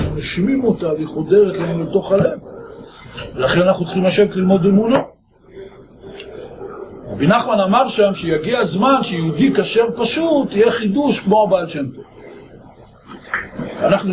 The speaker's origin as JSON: {"language": "Hebrew", "town": "Rishon LeZion", "region": "Central District", "country": "Israel", "tie": "born or raised there", "said": "אני גדלתי בארץ ישראל, דור רביעי בארץ ישראל, נולדתי בראשון לציון"}